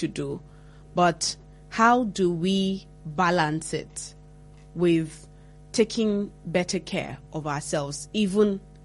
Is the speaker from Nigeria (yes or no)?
yes; Nigeria; we Nigerian youths, we're not afraid to work